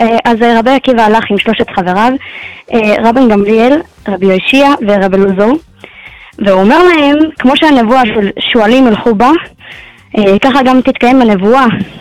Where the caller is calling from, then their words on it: Jerusalem, Jerusalem District, Israel; אני מדברת מירושלים, עיר הקודש.